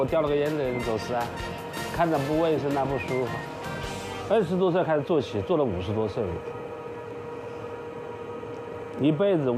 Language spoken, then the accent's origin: Chinese; Wuhan, Hubei, China; 从我爷爷那一代在武汉来的嘛，我们是在武汉的土生土长第3代人。